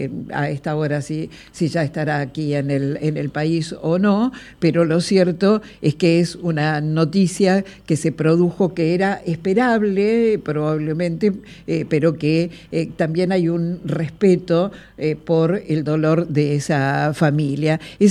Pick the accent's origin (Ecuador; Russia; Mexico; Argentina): Argentina; somos los argentinos los que debemos pensar el país que queremos ser.